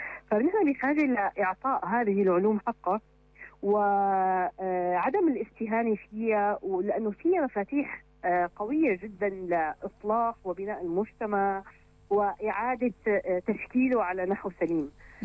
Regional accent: Syria; لنا كسوريين

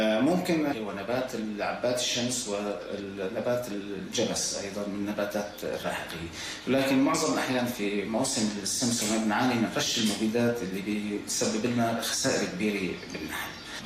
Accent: Homs, Homs Governorate, Syria; عندنا في حمص

